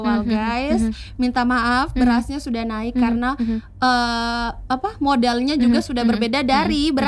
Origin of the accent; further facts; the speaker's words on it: Kendari, Southeast Sulawesi, Indonesia; moved away as an adult; now in Andonohu, Kendari, Indonesia; kami baru 2 tahun tinggal di Andonohu. Saya lahir besar di Kota Lama. Anak kolam.